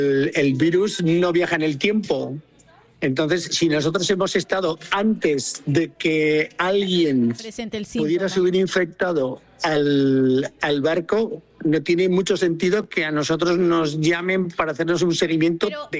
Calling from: Navarre, Spain; aquí en Navarra

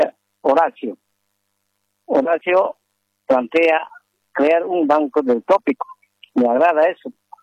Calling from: Cochabamba, Bolivia; Cada ciudadano del tópico de Cochabamba

